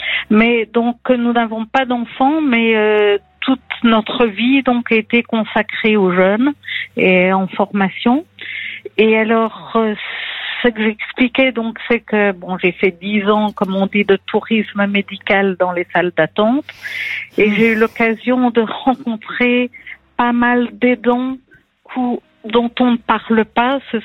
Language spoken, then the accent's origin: French; Belgium; Alors, notre parcours est un peu particulier dans le sens que nous sommes belges.